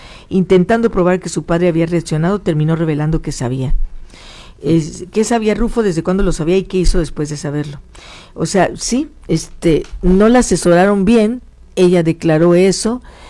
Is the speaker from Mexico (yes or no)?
yes; Mexico